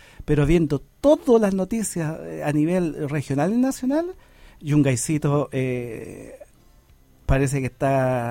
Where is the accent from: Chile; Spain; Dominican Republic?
Chile